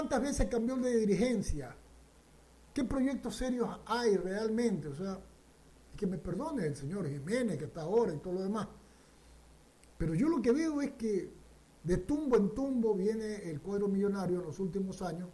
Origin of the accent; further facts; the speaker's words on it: Guayaquil, Guayas, Ecuador; a mí como guayaquileño, como guayacense